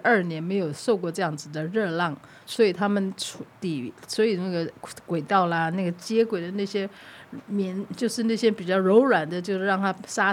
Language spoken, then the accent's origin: Chinese; Taiwan; born there; moved away; 那我是在台湾出生的，所以我也是蛮爱我的所有的这些，我来自所有的文化啦，我的背景啦，我很爱护我在台湾的那一段的生活